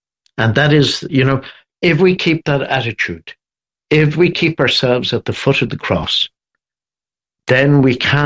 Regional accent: Dublin, Leinster, Ireland; Brother Oliver was a passionist brother when I was growing up in Dublin

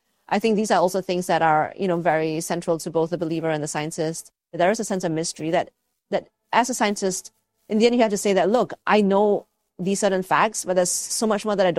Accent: Malaysia; So I grew up in Malaysia, and my dad is an engineer

